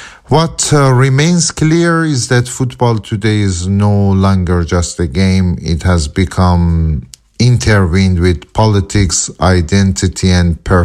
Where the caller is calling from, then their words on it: Berlin, Germany; I'm speaking from Berlin.